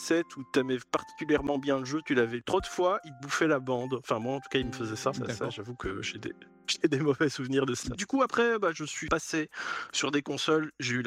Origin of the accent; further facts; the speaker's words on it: Belgium; À la Saint-Nicolas, parce qu'à la base, je suis belge.